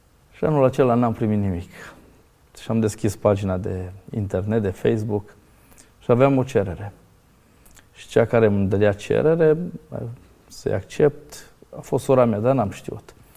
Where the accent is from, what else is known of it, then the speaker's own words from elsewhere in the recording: Hațeg, Hunedoara County, Romania; Ne-am dus în casa de copii unde am crescut, la Hațeg.